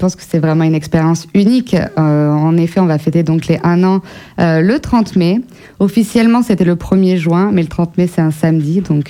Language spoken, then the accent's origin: French; Périgueux, Nouvelle-Aquitaine, France; also born or lived in Brantôme; Moi, j'ai grandi donc à Périgueux. Mes parents sont originaires de Chancelade. Et du coup, j'ai fait toutes mes études à Périgueux.